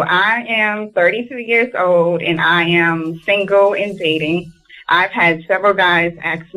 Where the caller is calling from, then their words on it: Georgetown, South Carolina, United States; Charlamagne, I'm calling from Georgetown, South Carolina.